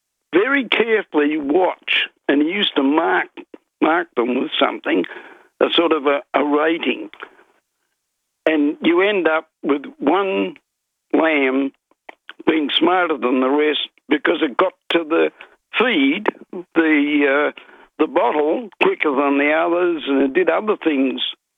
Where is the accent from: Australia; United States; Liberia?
Australia; Victoria; moved away; where I was brought up in Victoria